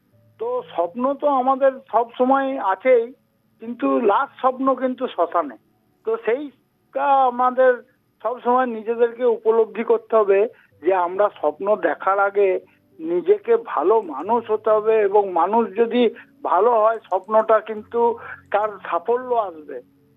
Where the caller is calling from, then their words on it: Budhpur, West Bengal, India; আমি পশ্চিমবঙ্গের পূর্ব বর্ধমান জেলার বুধপুর থেকে